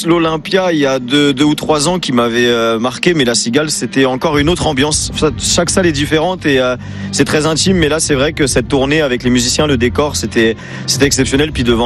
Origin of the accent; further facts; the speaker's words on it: Orléans, Centre-Val de Loire, France; je suis très content d'être ici à Châteauroux. Moi je suis d'Orléans, donc c'est pas très loin